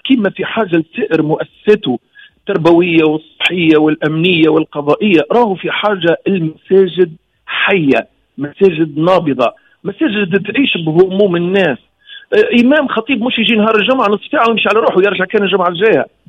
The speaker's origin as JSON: {"language": "Arabic", "country": "Tunisia", "said": "قداش احنا شعب طيب، قديش التوانسة الطيبين،"}